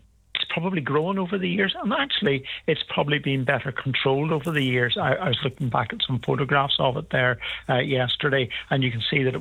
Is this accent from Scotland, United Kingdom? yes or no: no; Carrickfergus, Northern Ireland, United Kingdom; I'm from Carrickfergus. I've been the mayor of Carrickfergus, and I know the history of our town.